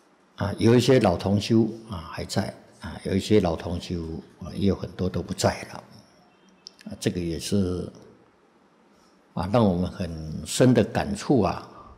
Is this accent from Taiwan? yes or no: no; China; 我们中国人读起来不顺口